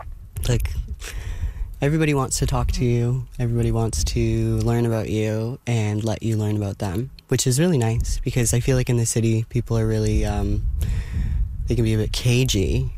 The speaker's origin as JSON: {"language": "English", "town": "Calgary", "region": "Alberta", "country": "Canada", "also_born_or_lived": "Montreal", "said": "I'm from Calgary, and I went to school in art history in Montreal, and I just finished my degree this summer, and I'm the current manager of Salvage Fisherman's Museum."}